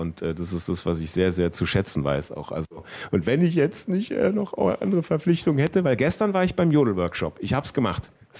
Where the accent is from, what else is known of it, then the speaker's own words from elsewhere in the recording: Berlin, Germany; ich bin in West-Berlin geboren worden und aufgewachsen. Und da wurde uns sozusagen der Heimatdialekt ausgetrieben.